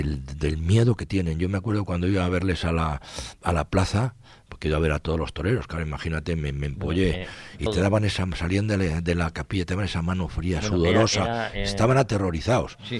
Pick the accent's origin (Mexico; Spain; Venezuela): Spain; los españoles íbamos a hacer de cine